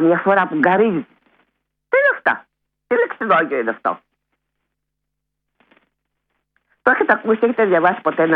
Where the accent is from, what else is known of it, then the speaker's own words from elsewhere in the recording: Gargalianoi, Peloponnese, Greece; Δηλαδή στην πατρίδα μου στο Γαργαλιάδο λένε οι προηγούμενοι από μένα που μου ήταν 4 γιαγιάδες και οι παππούδες.